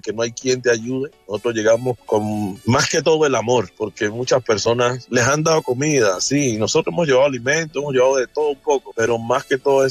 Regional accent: Villarrica, Cauca, Colombia; now in Jamundí, Colombia; pues yo vivo en Jamundí. Hemos sentido esa necesidad del pueblo. Pues yo soy nativo de Villarrica, Cauca, y nos han criado con esa base de ayudar, ¿sí?

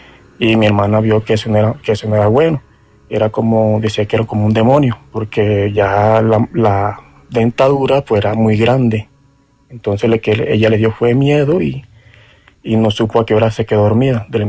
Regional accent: Chiriguaná, Cesar, Colombia; born there; now in Mosquera, Colombia; yo me tocó trasladarme de Mosquera a Chiriguaná, a mi pueblo.

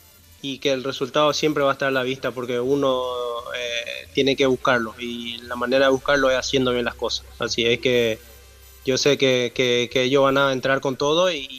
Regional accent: Paraguay; como paraguayo y como deportista

